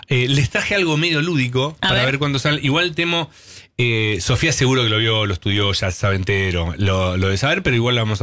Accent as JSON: {"language": "Spanish", "region": "Tucumán", "country": "Argentina", "said": "Sí. Siempre somos tucumanos."}